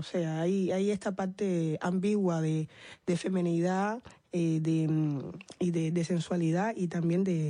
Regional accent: Cuba; Somos cubanas, por caribeñas, supuesto.

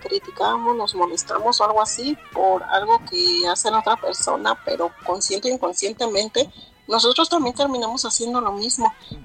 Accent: Hidalgo, Mexico; Yo soy de Hidalgo. Bueno, donde yo vivo se llama Zacualtipán Hidalgo, pertenece a Pachuca Hidalgo.

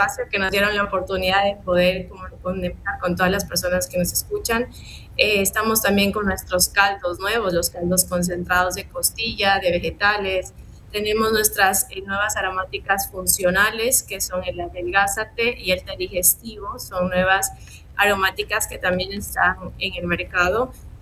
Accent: Ecuador

